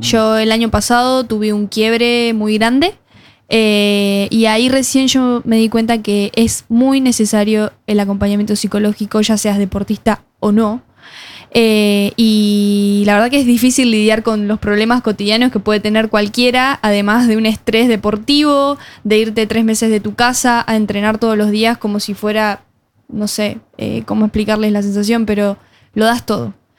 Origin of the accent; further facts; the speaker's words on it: Luján, Buenos Aires Province, Argentina; es de mi pueblo, es de Luján